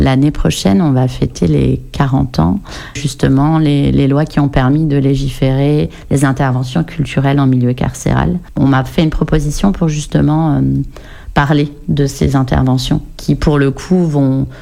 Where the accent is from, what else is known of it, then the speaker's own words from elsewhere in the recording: Nouvelle-Aquitaine, France; parce que moi je viens du Pays Basque en fait